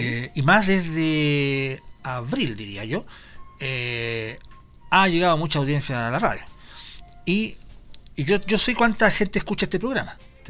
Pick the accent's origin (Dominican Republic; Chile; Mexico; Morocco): Chile; Pero nosotros que somos americanos, chilenos sobre todo, Melinda Culea.